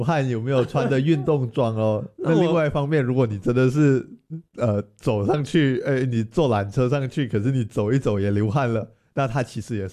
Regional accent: Penang, Malaysia; 我们马来西亚人不是。我们槟城人呢，就还蛮喜欢去爬这座升旗山的

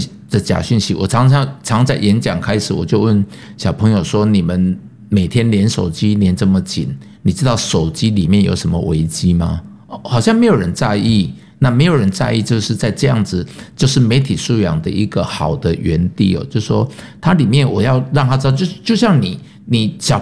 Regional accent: Taiwan

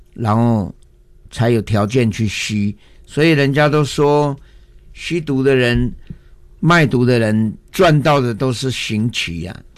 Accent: Daxi, Taoyuan, Taiwan; also born or lived in Yangmei; 我的老家 嗯， 在大溪齁乔爱，我的家2楼半

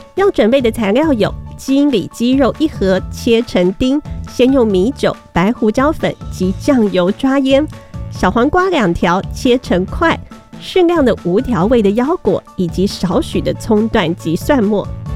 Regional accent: Keelung, Taiwan; 我家乡基隆

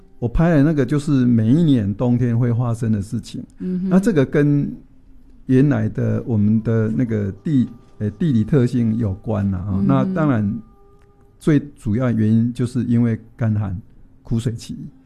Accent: central Taiwan, Taiwan; 因为我是中部的小孩，

